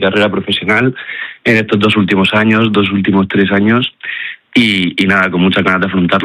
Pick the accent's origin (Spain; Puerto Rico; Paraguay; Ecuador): Spain; Murcia, Region of Murcia; yo también soy de Murcia.